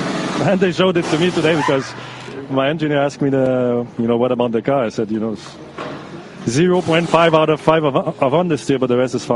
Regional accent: Canada; accent: Canadian; they make fun of my Canadian accent as well, so we have good fun.

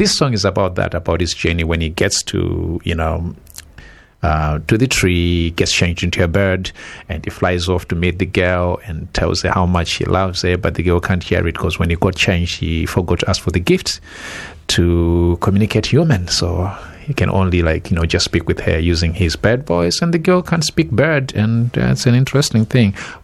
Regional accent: Zimbabwe; moved away; I'm from Zimbabwe. So it's a lovely place, you know, the savannah landscape.

